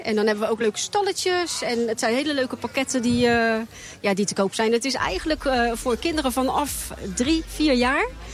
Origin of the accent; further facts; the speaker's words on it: North Brabant, Netherlands; Uit Brabant, Heiningen.